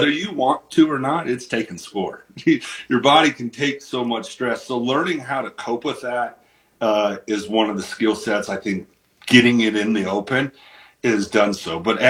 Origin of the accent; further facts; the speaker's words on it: Utah, United States; I'm from Utah.